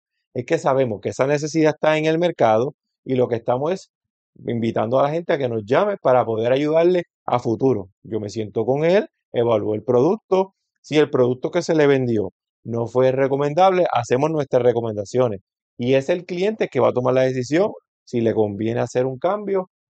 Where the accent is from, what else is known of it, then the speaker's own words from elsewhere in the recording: San Germán, Puerto Rico; me dijo que se había mudado a San Juan, pero yo soy de San Germán.